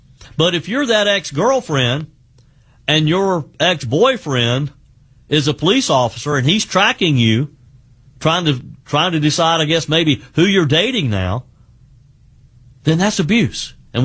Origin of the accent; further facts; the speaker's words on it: South Carolina, United States; I mean, right here in my home state of South Carolina